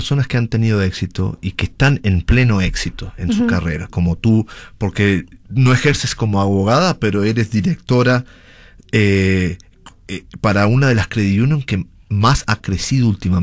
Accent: Uruguay; accent: South American; Por tener un acento sudamericano. Okay, la gente confunde. Yo soy de Uruguay, pero es un acento muy similar al argentino también.

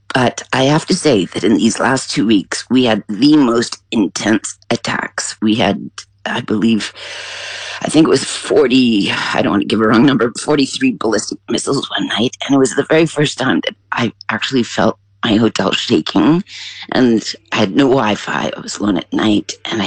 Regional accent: Canada; born or raised there

